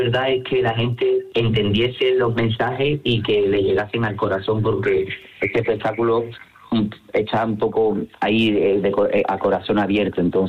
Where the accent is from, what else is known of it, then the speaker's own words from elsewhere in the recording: Seville, Andalusia, Spain; Bailar en Sevilla siempre es una responsabilidad también y me pongo atacado siempre cada vez que voy a bailar mi tierra